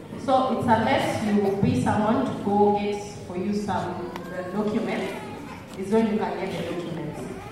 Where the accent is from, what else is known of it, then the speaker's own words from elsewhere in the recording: Kawangware, Nairobi, Kenya; from Kawangware, and I represent persons with disability.